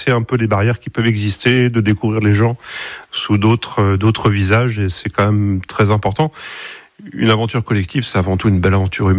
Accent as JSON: {"language": "French", "town": "Épineuil", "region": "Bourgogne-Franche-Comté", "country": "France", "tie": "born or raised there", "said": "Tout d'abord, je suis originaire de la région. Moi, j'ai grandi dans le Tonnerrois, à Épineuil."}